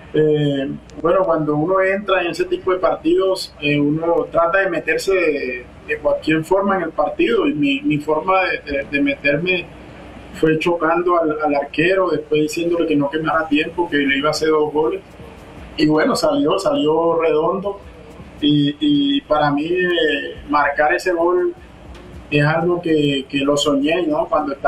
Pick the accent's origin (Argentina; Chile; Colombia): Colombia; now in Mexico; dejar una huella, dejar un legado y seguir dejando el nombre de Colombia, de mi familia y de mi pueblo en alto.